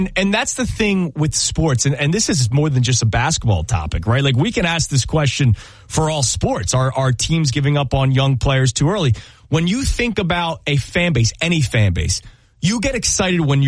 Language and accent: English; Philadelphia, Pennsylvania, United States; I know as a Philadelphian, whenever the Eagles trade for a player or sign a guy, people go, what is Howie Roseman seeing that other people aren't?